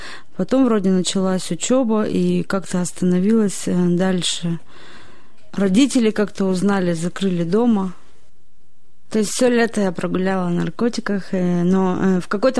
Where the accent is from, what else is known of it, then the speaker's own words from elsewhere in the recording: Nizhny Tagil, Sverdlovsk Oblast, Russia; мне 30 лет. Родилась и выросла в Нижнем Тагиле.